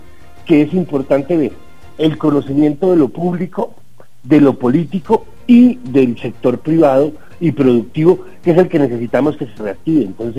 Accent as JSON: {"language": "Spanish", "country": "Colombia", "said": "De lejos, yo soy colombiano, quiero que Colombia gane."}